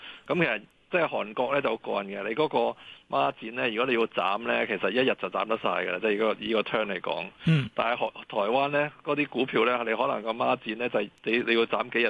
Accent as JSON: {"language": "Cantonese", "country": "Hong Kong"}